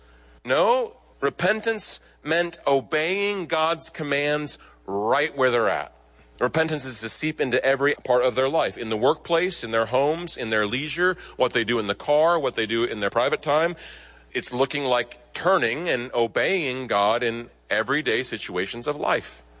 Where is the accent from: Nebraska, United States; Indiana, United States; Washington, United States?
Nebraska, United States; out in the cornfields where I grew up in Nebraska